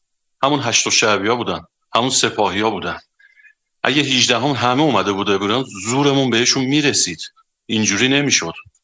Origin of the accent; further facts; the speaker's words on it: Ardabil, Ardabil Province, Iran; من از اردبیلم، روز 18 اونجا داشتن جوانا رو میزدن